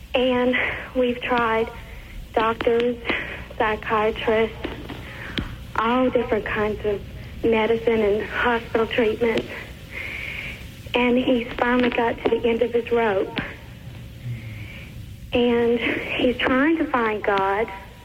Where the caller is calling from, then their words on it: Lake Charles, Louisiana, United States; Lake Charles.